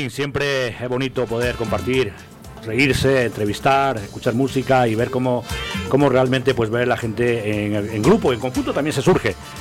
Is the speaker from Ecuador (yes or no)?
yes; Ecuador